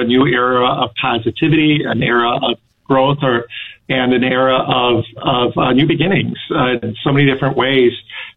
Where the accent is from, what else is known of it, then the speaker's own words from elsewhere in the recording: Wisconsin, United States; moved away as an adult; also born or lived in Tampa / New York; now in Stevens Point, United States; I'm from Wisconsin, and so it's easy for me to fall into it. My vowels are getting bigger.